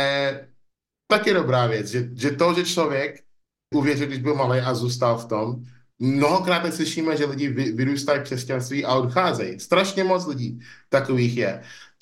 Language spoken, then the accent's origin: Czech; Nigeria; now in Czech Republic; protože jsem vždycky cítil, že nejenom, že jsem z Nigérie a člověk z Nigérie žije v České republice